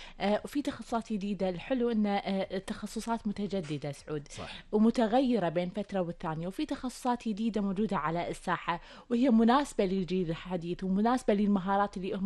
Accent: Kuwait; اخبار ديرتنا الحبيبه الكويت

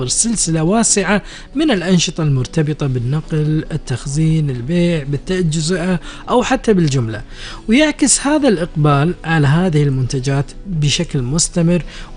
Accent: Kuwait; الزبيدي أهم أكلة عندنا بالكويت بالنسبة لي.

